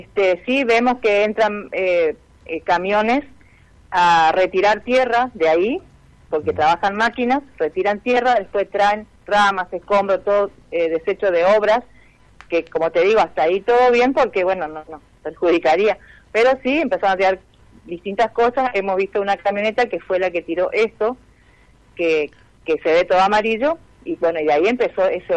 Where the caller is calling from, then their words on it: Argentina; Vivo en Ruta 11, kilómetro 998.